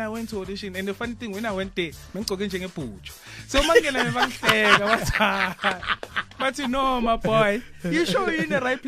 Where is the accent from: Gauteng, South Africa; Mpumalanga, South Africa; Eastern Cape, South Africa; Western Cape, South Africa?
Gauteng, South Africa; Soweto; Ngibuye ekhaya eSoweto.